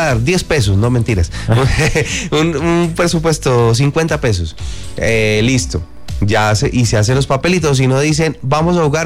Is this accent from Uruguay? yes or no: no; Colombia; nosotros en Colombia hacemos siempre amor y amistad durante este mes de septiembre.